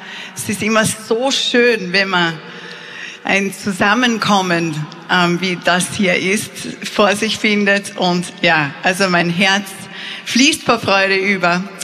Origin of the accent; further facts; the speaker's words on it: Austria; Ja, ja, ja, wir sind Österreicher, natürlich haben wir Englisch gelernt.